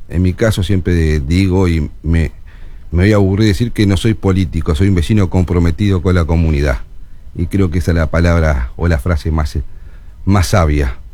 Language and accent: Spanish; Maldonado, Uruguay; born there; No nací en Maldonado